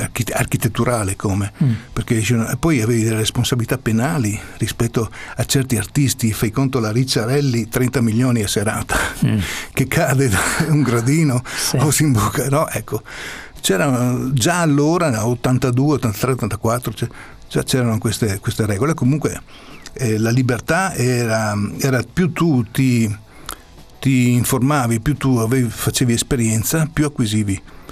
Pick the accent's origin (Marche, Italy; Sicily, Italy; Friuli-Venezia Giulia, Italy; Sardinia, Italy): Friuli-Venezia Giulia, Italy; Pordenone; Ma no, addirittura per quanto riguarda, per esempio, io sono di Pordenone, no?